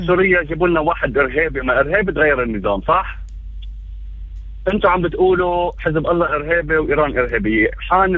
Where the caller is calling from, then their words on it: Beirut, Beirut Governorate, Lebanon; أنا من زقل البلاط،